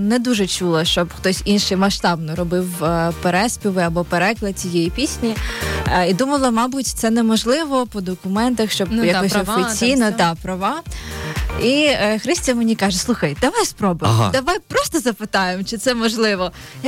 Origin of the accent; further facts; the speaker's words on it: Odesa, Odesa Oblast, Ukraine; Бо я сама одеситка